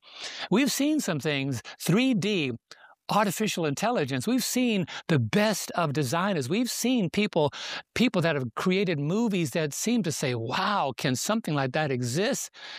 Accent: New York City, New York, United States; And I've seen some cities. I'm from New York City.

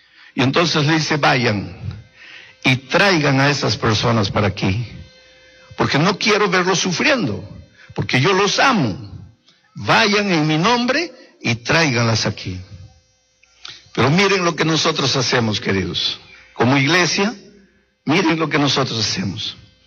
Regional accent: Brazil; En el Brasil nosotros tenemos una frase que dice así.

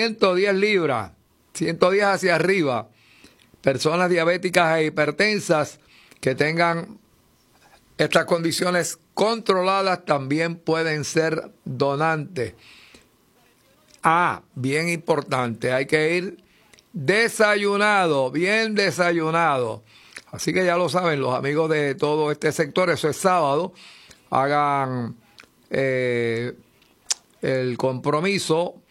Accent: Puerto Rico; Somos así los boricuas.

